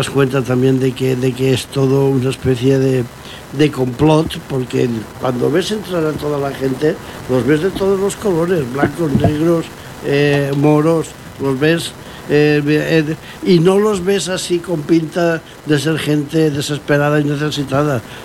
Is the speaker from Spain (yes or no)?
yes; Spain; Todos somos españoles